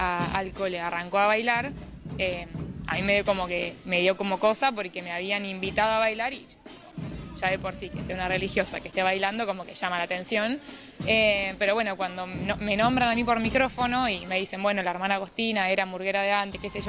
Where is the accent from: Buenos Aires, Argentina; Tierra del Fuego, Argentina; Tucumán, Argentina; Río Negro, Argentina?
Buenos Aires, Argentina; accent: Córdoba tonada; moved away as an adult; also born or lived in Córdoba; soy nacida y criada en La Paternal